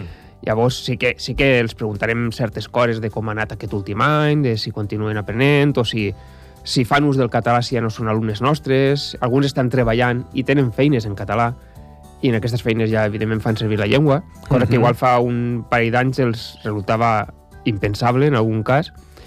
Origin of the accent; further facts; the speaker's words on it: Valencian Community, Spain; jo soc valencià, la gent ja ho sap